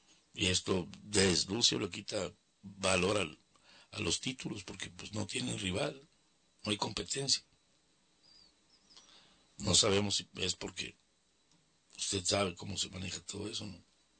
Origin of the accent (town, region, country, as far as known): Mexico